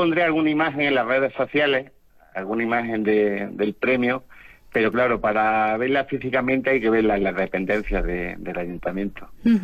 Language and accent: Spanish; Maracena, Andalusia, Spain; now in Albolote, Spain; yo nací en Maracena, aunque vivo en Albolote.